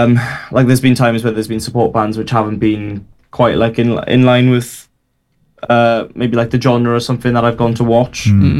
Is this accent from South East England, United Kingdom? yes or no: no; Burry Port, Wales, United Kingdom; We've got a bus going up from Burryport, my hometown, of over like 30 people.